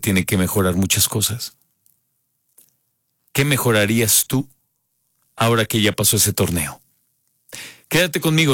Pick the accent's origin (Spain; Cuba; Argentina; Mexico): Mexico